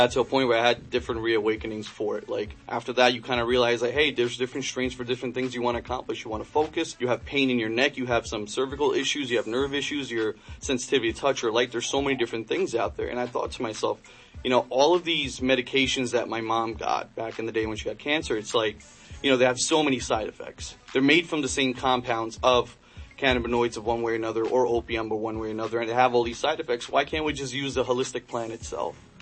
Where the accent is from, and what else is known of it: Queens, New York, United States; now in Bellport, United States